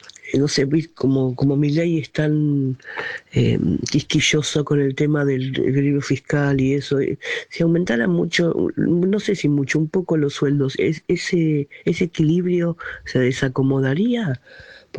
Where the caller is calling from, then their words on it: La Plata, Buenos Aires Province, Argentina; Buen día, chicas. … de La Plata, las escucho siempre, todos los sábados firme.